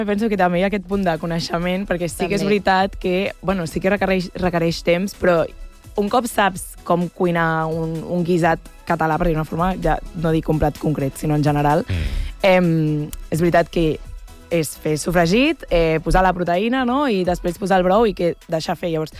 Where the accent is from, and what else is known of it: Catalonia, Spain